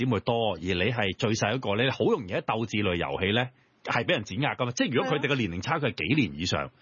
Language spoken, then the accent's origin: Cantonese; Hong Kong; 我哋香港人